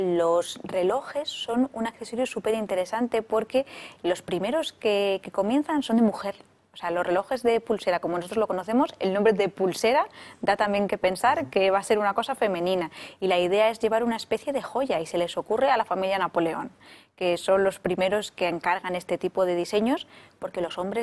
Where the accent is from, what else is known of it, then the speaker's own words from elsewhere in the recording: Spain; Y luego si piensas también, por ejemplo, en prendas que los españoles llevamos